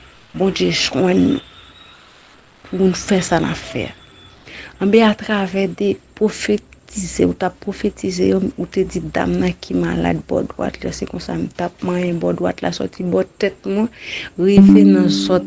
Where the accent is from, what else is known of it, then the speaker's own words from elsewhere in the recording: Santo Domingo, Dominican Republic; Moi, je viens de Saint-Domingue, je ne parle pas l'anglais, l'espagnol.